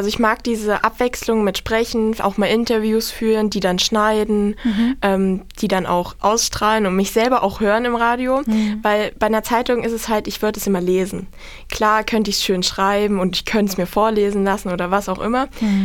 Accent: Niedersachswerfen, Thuringia, Germany; Ich komme ja aus Niedersachswerfen, also ziemlich nah an Nordhausen.

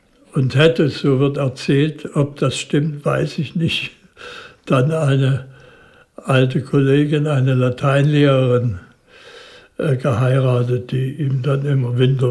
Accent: Dresden, Saxony, Germany; Und zum Maler ging man als Dresdner vielleicht nicht so häufig als zu Mozart.

